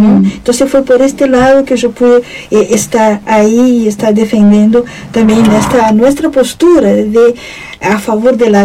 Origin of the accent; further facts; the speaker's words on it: Brazil; Spanish is a second language; now in Uruguay; Y yo, el hecho de que soy brasileña, yo pensaba, pa, ¿qué estoy haciendo acá en el parlamento uruguayo, ¿no?